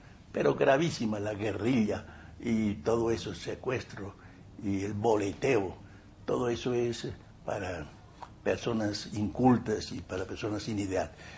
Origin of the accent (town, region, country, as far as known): Cúcuta, Norte de Santander, Colombia